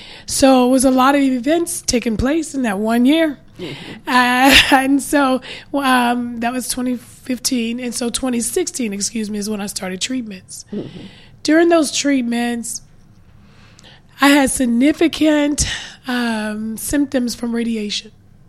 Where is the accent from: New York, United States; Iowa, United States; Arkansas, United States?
Arkansas, United States; Little Rock; So I grew up in Hollingwood Projects off 12th Street back in the 80s and 90s.